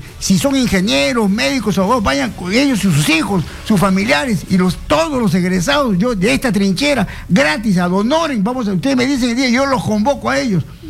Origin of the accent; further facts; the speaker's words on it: Chincha, Ica, Peru; el José Pardo y Barreda, en Chincha, donde dejé los mejores años de mi vida, ¿no? Un saludo a todo mi pueblo de Chincha.